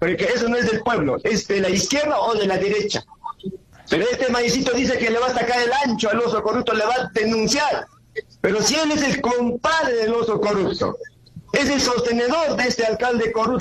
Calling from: Juliaca, Puno, Peru; desde Juliaca.

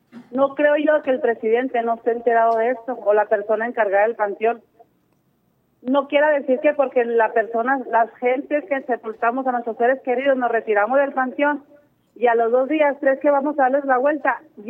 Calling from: Mexico; Yo simplemente soy libre de decir lo que nos sentimos como mexicanos

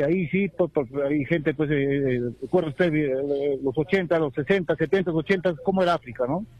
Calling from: Putina, Puno, Peru; de Putino.

